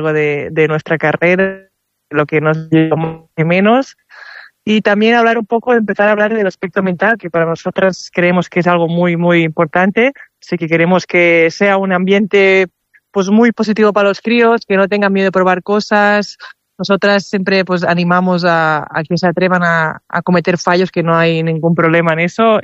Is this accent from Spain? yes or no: yes; Mataró, Catalonia, Spain; somos de Barcelona, Mataró, Angie es americana